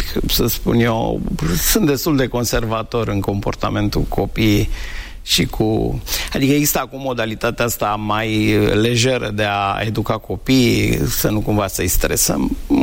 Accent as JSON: {"language": "Romanian", "region": "Bucharest", "country": "Romania", "tie": "born there", "said": "Doar m-am născut, pentru că la 2 ani deja eram în București. Păstrez o amintire deosebită și mă reîntorc cu plăcere, chiar dacă nu am copilărit acolo. Apoi am trăit în București marea majoritate"}